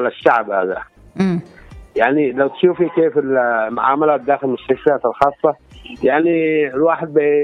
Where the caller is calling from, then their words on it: Lahij, Yemen; من إيكان من لحج.